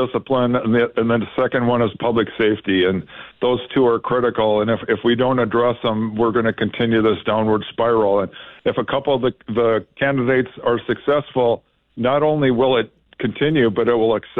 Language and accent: English; Fargo, North Dakota, United States; born or raised there